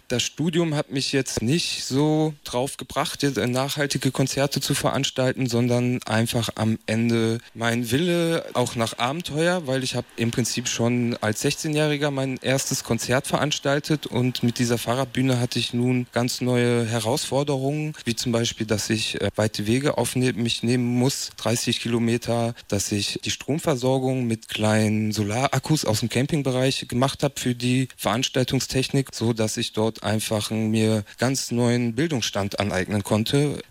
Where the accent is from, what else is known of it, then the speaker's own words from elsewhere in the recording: North Rhine-Westphalia, Germany; wo ich herkomme, aus Ostwestfalen-Lippe, schon ganz viel Kulturarbeit gemacht